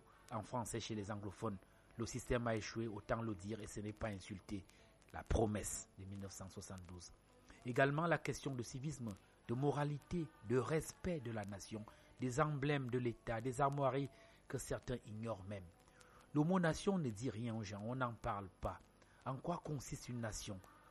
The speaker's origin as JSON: {"language": "French", "country": "Cameroon", "said": "Nous existons sur nos papiers en tant que Camerounais"}